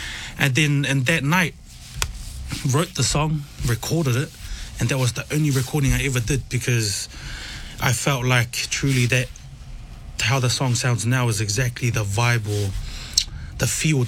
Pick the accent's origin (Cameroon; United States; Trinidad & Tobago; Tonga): Tonga; also born or lived in Australia; Born and raised in Australia, but I was I grew up in Tonga.